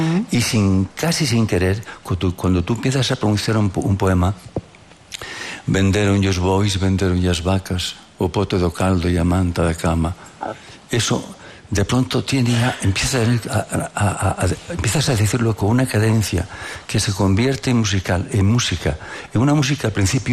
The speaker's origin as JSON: {"language": "Spanish", "region": "Castile and León", "country": "Spain", "tie": "born or raised there", "said": "Porque Castilla, yo soy enamorado de Castilla, pero a mi amigo, el Bierzo, el río Sil, donde aprendiste a nadar, aquel clima, aquella semilla, y aquellos mont"}